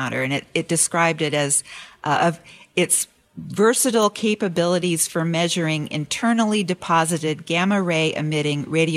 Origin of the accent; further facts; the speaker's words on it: Richland, Washington, United States; I have to defend this place. It is my hometown and these are my people.